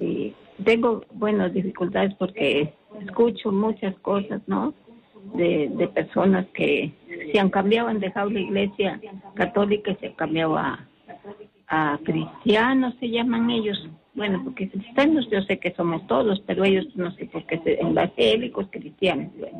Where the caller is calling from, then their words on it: Piura, Peru; Soy de Piura.